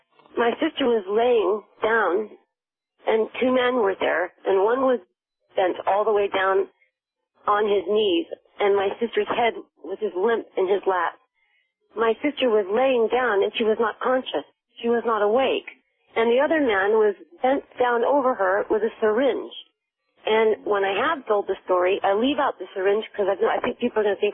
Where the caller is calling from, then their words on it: Napa County, California, United States; I'm in Napa County